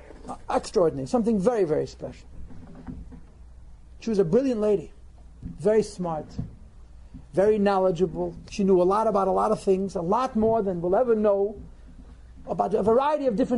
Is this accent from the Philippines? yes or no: no; Crown Heights, New York, United States; I grew up in Crown Heights. This is a fact. I grew up in Crown Heights, and I'm a young guy, but I'm not that young.